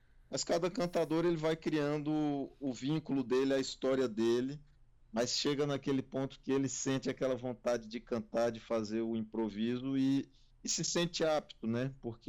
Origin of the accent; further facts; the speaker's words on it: Brasília, Federal District, Brazil; born there; Eu mesmo já nasci em Brasília